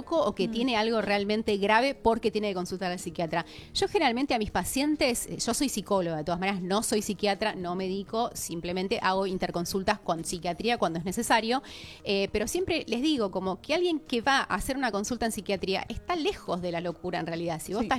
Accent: Argentina; cómo somos los argentinos

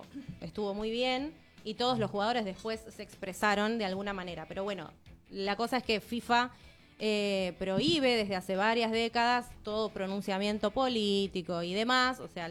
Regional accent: Argentina; somos los argentinos

